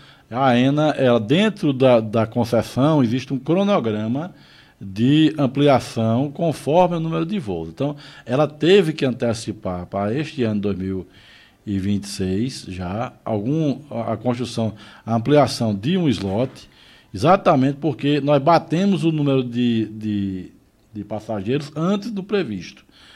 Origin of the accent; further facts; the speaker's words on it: Ceará, Brazil; moved away; quando eu era criança, lá no Ceará, eu ficava na a casa do meu pai, na beira da pista, assim, da rodovia